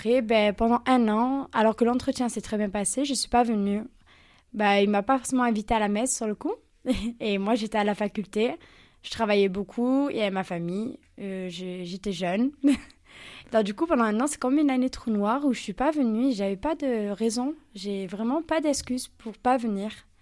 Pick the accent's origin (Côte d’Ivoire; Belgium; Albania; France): France; Marseille, Provence-Alpes-Côte d'Azur; Et moi, j'habitais à Marseille, je suis marseillaise.